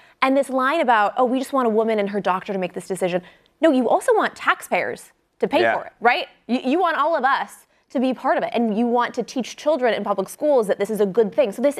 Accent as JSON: {"language": "English", "region": "Oregon", "country": "United States", "tie": "born or raised there", "said": "I'm old enough to remember when those coexist bumper stickers were really popular growing up outside Portland, Oregon."}